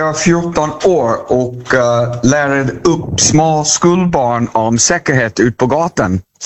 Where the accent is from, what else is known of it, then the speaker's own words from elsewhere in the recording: Vancouver, British Columbia, Canada; Swedish is a second language; moved away as an adult; now in Sweden; Det var min hemstad i Vancouver